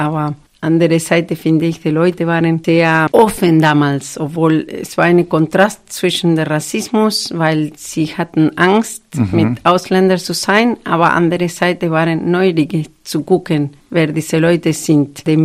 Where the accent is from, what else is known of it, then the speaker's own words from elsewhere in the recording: Argentina; German is a second language; also born or lived in Bielefeld; now in Dresden, Germany; So, ich komme aus Argentinien. Und ich wohne in Dresden seit 1994. In Deutschland bin ich 1990 erst gelandet und habe ich erst in Bielefeld gelebt